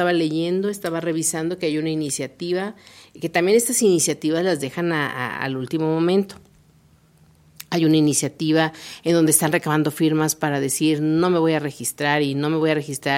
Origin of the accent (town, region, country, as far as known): Mexico